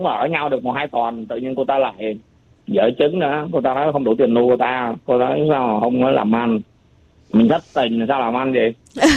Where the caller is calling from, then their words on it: Ho Chi Minh City, Vietnam; mình cũng người Sài Gòn rồi.